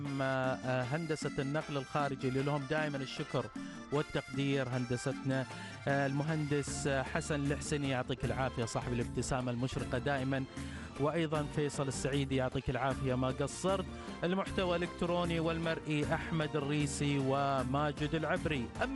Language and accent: Arabic; Oman